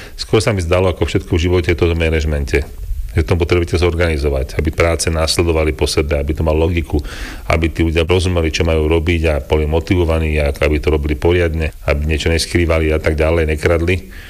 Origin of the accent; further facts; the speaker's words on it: Modra, Bratislava Region, Slovakia; now in Banská Štiavnica, Slovakia; Ja som prišiel z Modry a manželka z Liptovského Mikuláša, ale spoznali sme sa na Prírodovedskej fakulte v Bratislave.